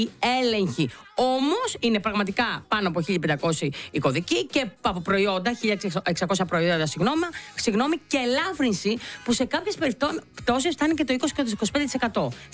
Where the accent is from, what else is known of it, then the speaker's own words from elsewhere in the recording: Western Greece, Greece; εμένα στο χωριό μου, επειδή πήγα, είχε πάρα πολύ κόσμο και όλα τα χωριά στην Ηλία